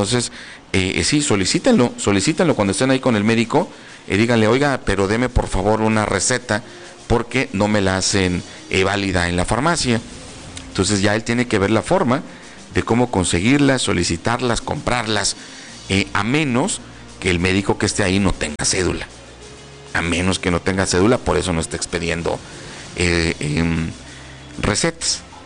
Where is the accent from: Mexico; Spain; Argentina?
Mexico; Villa Morelos, Chiapas; Lo que pasa es de que somos de Villamorelos y acá tenemos la clínica.